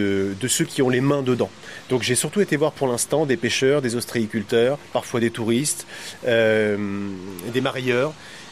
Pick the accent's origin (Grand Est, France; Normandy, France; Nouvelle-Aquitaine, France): Normandy, France; Cherbourg; moved away as an adult; now in Menton, France; Oui, j'ai grandi à Cherbourg où j'ai passé les 18 premières années de ma vie et ma famille avait un chantier naval là-bas.